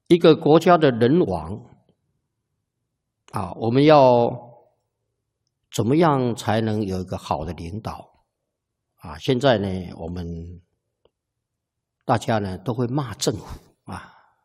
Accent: Taiwan; 那我们台湾还有原住民的原理

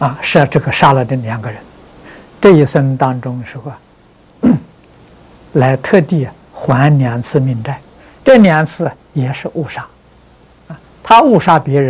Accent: China

